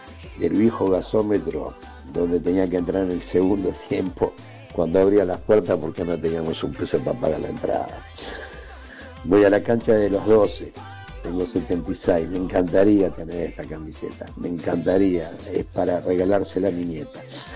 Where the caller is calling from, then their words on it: Ramos Mejía, Buenos Aires Province, Argentina; de Ramos Mejía